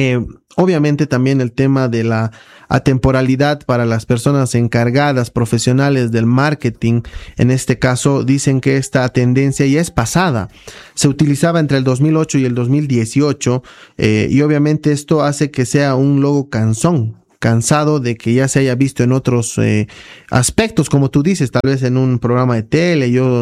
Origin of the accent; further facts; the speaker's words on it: La Paz, Bolivia; lo que somos los paceños, porque yo soy paceño, porque yo he nacido en esta ciudad